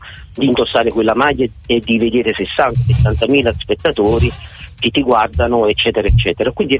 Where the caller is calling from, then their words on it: Frankfurt, Hesse, Germany; un saluto da Francoforte.